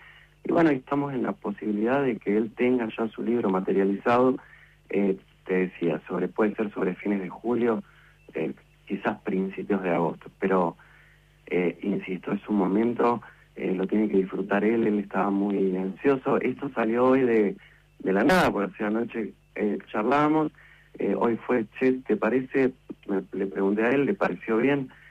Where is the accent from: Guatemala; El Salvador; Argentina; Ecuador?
Argentina; Gastre, Chubut; born there; en Gastre, el lugar donde yo nací